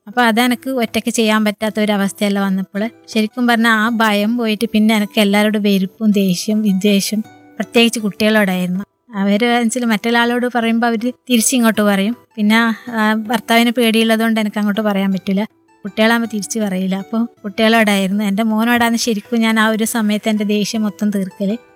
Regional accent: Karnataka, India; now in Kerala, India; ഞാൻ ജനിച്ചു വളർന്നത് കർണാടകയിലാണ്.

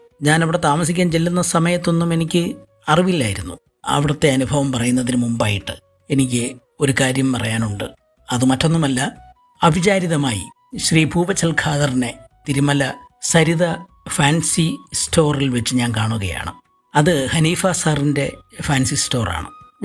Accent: Aryankavu, Kerala, India; born there; accent: Kollam slang; also born or lived in Chempur, Kattakada, Thiruvananthapuram; അല്ലെങ്കിൽ തിരുവനന്തപുരത്തിൻ്റെ സംഭാഷണ ശൈലി എന്നിൽ നിന്ന് അകന്നുപോയി. 7 വയസ്സുമുതൽ ഞാൻ പഠിച്ച സ്ഥലം കൊല്ലം ജില്ലയായതുകൊണ്ട് കൊല്ലത്തിൻ്റെ ഒരു സ്ലാങ്ങാണ് അല്ലെങ്കിൽ കൊല്ലത്തിൻ്റെ ഒരു ഭാഷ പ്രയോഗ രീതിയാണ് എൻ്റെ പ്രയോഗത്തിലൊക്കെ കടന്നുകൂടിയത്

